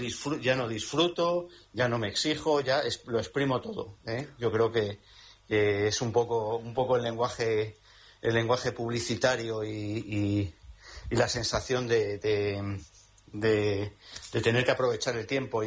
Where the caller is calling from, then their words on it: Segovia, Castile and León, Spain; de Segovia